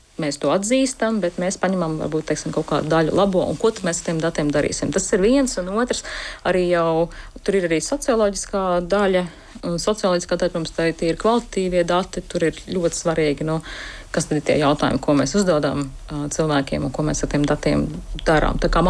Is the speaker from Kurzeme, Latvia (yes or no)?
no; Riga, Latvia; es esmu balta, es esmu sieviete, es esmu heteroseksuāla, es esmu rīdziniece